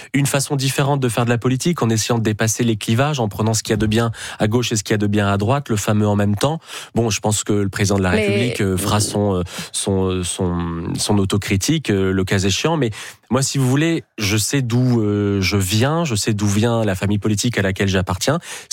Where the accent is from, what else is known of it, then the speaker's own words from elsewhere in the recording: France; born there; j'ai la chance d'être franco-libanais. Je suis né en France, mais je parle l'arabe.